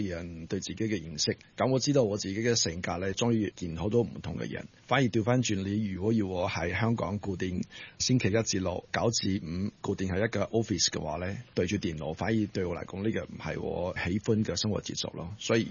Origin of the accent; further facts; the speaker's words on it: Taiwan; now in Hong Kong; 一开始其实爹哋妈咪都俾咗我好大嘅空间做选择，留翻喺台湾省或者过嚟香港。咁我自己就希望见识多啲出边嘅机遇啦，所以我就选择嚟香港。